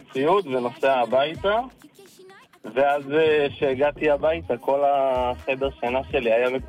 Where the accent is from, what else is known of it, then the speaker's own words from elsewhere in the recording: Nahariya, Northern District, Israel; אני מנעריה.